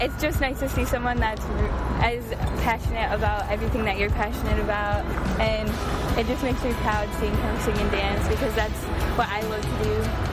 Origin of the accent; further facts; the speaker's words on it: Peshawbestown, Michigan, United States; I was born and raised on the Grand Traverse Bend Indian Reservation in Peshawetown, Michigan. I've been dancing since I could walk, going to powwows since I was a baby.